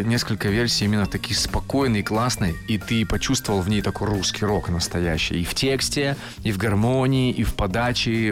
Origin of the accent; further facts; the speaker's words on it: Chelyabinsk, Chelyabinsk Oblast, Russia; Я из Челябинска, они Екатеринбурга, да.